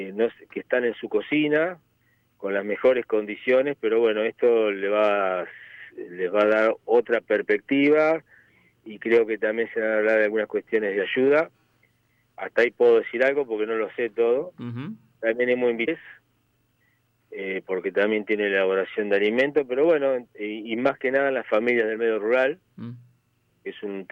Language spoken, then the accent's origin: Spanish; Argentina; born there; moved away; yo también nací en el barrio Roca, yo nací donde hoy es Vía Pasa el Chivo